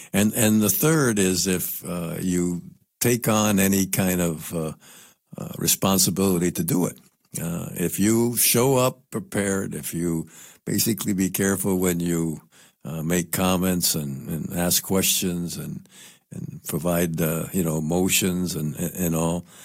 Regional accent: Guaynabo, Puerto Rico; I'm from Guaynabo

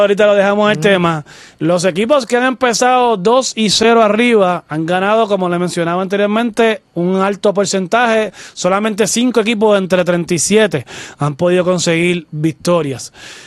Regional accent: Puerto Rico; yo soy boricua.

